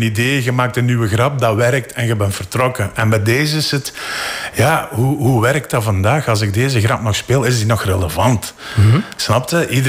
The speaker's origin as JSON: {"language": "Dutch", "region": "Flanders", "country": "Belgium", "moved": "yes", "lives_now": "Brussels, Belgium", "said": "Ja, Limburg is voor mij thuiskomen."}